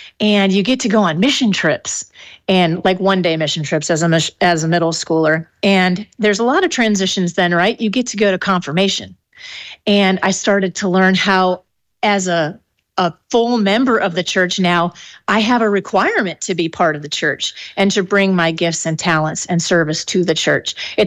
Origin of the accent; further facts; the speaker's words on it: Port Clinton, Ohio, United States; born there; I was baptized at Trinity United Methodist Church in Port Clinton, Ohio